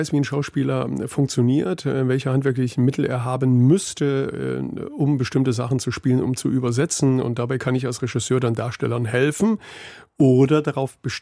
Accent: Bautzen, Saxony, Germany; Und dann bin ich in meine Heimatstadt Bautzen gefahren

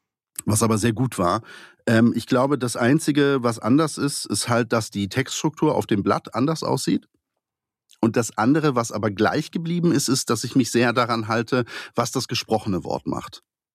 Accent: eastern Poland, Poland; Und wir sind überhaupt nicht aus Schlesien, also wir kommen aus dem Osten, aus dem Osten, Osten, ja. Wir sind da, wo Mitteleuropa endet.

